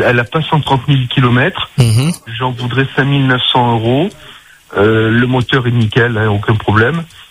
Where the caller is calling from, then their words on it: L'Étang-Salé, Réunion; Alors, moi, je suis sur Étansal et Léo.